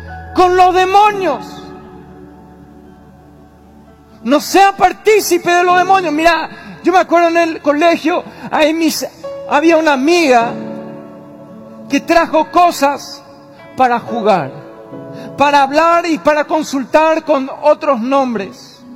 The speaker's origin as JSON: {"language": "Spanish", "country": "Paraguay", "said": "Soy paraguayo, raza guaraní. Más paraguayo que la mandioca."}